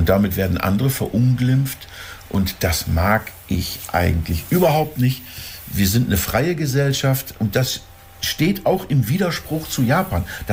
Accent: Northern Germany, Germany; Wir sind Norddeutsche, wir müssen den harten Ton ab.

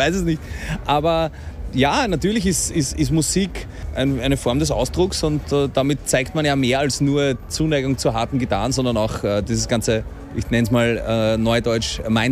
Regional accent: Austria; Also als Österreicher

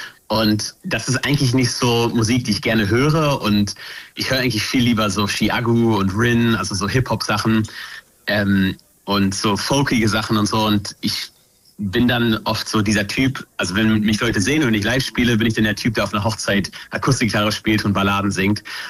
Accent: Hameln, Lower Saxony, Germany; weil ich komme ja aus Hameln

